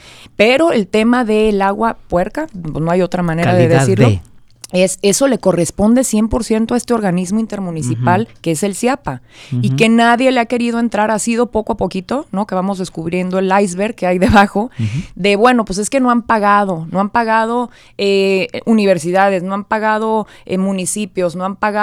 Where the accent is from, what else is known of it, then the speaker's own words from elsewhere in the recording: Jalisco, Mexico; sí, soy jalisciense